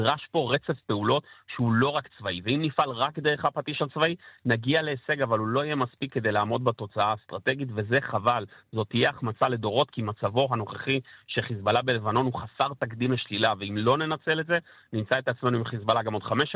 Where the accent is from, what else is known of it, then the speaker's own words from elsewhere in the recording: Beersheba, Southern District, Israel; born there; אני נולדתי בבאר שבע